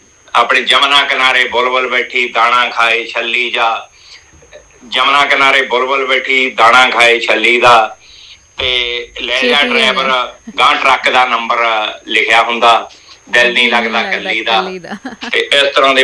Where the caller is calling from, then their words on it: Hathur, Punjab, India; main ਬਾਜ਼ਾਰ ਹਟੂਰ ਤਹਿਸੀਲ ਜਗਰਾਉਂ ਜ਼ਿਲ੍ਹਾ ਲੁਧਿਆਣਾ